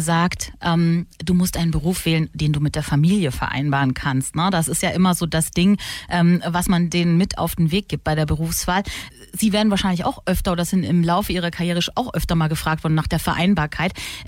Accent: Bavaria, Germany; born there

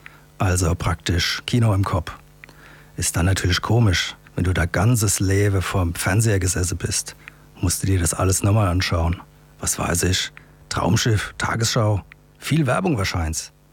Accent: Bavaria, Germany; Und ich komme aus der Nähe von Aschaböch.

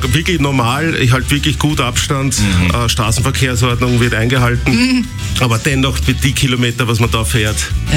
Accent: Vienna, Austria; Wien 21, aus der Großfeldsiedlung.

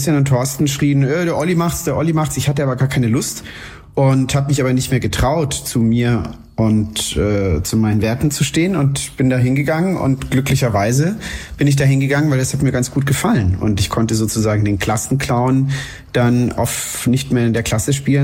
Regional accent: Konstanz, Baden-Württemberg, Germany; also born or lived in Munich; now in Lake Starnberg, Germany; Ich habe es erst später ins Paradies geschafft, und zwar in Konstanz am Bodensee. Und da gibt es einen Stadtteil, der nennt sich völlig zu Recht das Paradies. Und da durfte ich eine Zeit lang leben.

